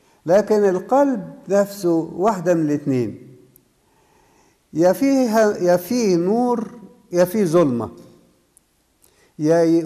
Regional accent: Upper Egypt, Egypt; moved away as an adult; وأنا صغير في الصعيد

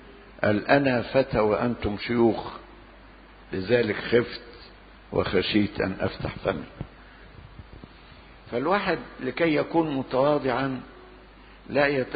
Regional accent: Benha, Qalyubia, Egypt; born there; now in Cairo, Egypt; لما جينا من بنها من الريف وجينا في القاهرة

